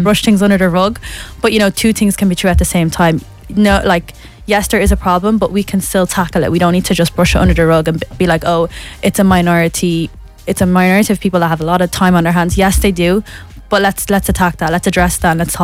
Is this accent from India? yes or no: no; Dublin, Leinster, Ireland; also born or lived in Sligo; So my mom and dad came over in the 90s from Somalia, and then we did a little stint in Sligo, but we were raised in Dublin. So I kind of had the best of both worlds.